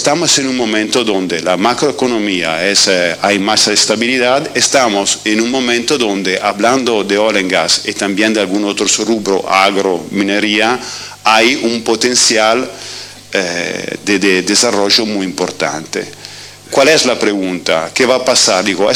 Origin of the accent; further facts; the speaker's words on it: Italy; Spanish is a second language; Yo llego de Italia, soy italiano, y veo como no existe que sea una industria que promueva este discurso.